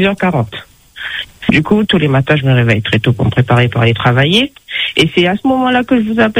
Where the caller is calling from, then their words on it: Guadeloupe; moi j'habite en Guadeloupe